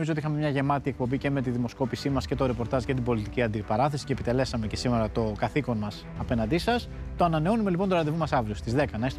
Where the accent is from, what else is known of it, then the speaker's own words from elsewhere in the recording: Piraeus, Attica, Greece; η πόλη μου, ο Πειραιάς